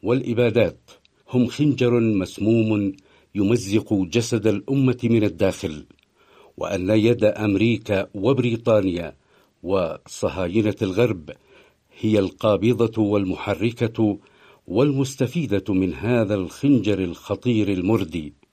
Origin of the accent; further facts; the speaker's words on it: Yemen; واقع معركتنا المصيرية المتواصلة اليوم مع هؤلاء جعلنا كيمنيين وكمحور مجاهد مقاوم